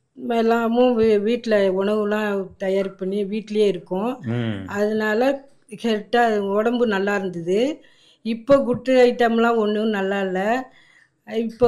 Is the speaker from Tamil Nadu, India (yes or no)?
no; Nallambal, Puducherry, India; சொந்த ஊர் வந்து இதே தான், நல்லம்பல் தான்.